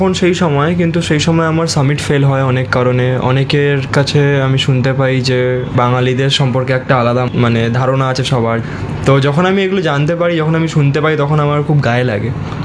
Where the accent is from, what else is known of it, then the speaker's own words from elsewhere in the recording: India; আমি যেমন প্রথম ভারতীয় যে এলব্রুস উত্তর দিক থেকে ক্লাইম্ব করে আবার উত্তর দিক থেকে ডিসেন্ড ব্যাক করেছিলাম, এটা আমি ফার্স্ট ইন্ডিয়ান।